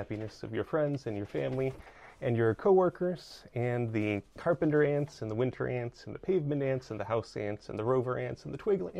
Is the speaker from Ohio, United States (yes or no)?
yes; Bowling Green, Ohio, United States; happening right now down in Bowling Green, Ohio, my hometown, or at least my current place of residence.